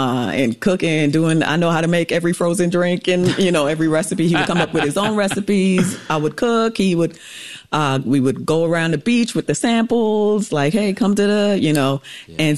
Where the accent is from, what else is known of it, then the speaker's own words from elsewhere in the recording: Saint Thomas, U.S. Virgin Islands; I'm from the Virgin Islands. I'm from St. Thomas. And I've always wanted to do a show about back home.